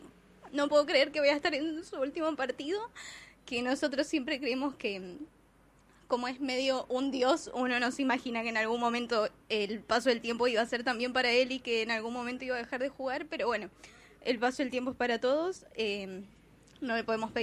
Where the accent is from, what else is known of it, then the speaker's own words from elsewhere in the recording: San Luis, Argentina; now in Buenos Aires, Argentina; Soy de San Luis, hace un mes. Puntana. Un mes exactamente me mudé acá a Buenos Aires.